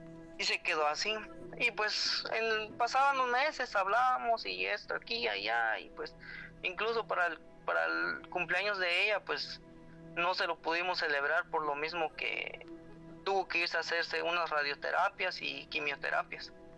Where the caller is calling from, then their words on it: Guatemala; yo soy de Guatemala